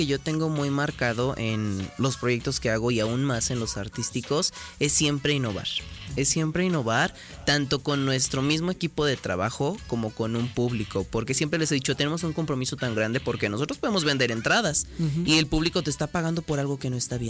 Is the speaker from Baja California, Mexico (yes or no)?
no; Aguascalientes, Mexico; born there; la traemos tatuada desde que decimos somos hidrocálidos. Así es. Nacimos en Aguascalientes.